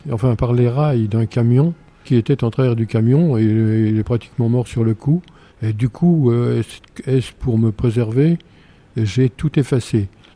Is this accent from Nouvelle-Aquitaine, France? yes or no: no; Jarny, Grand Est, France; Enfin, au départ, pas à Jarny, on a déménagé à Beuvillé, près d'Audin-le-Roman.